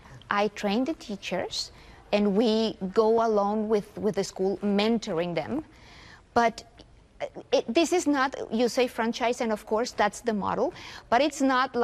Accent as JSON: {"language": "English", "region": "Nuevo León", "country": "Mexico", "said": "It's a program with the government of the state of Nuevo León in my home country, which is Mexico."}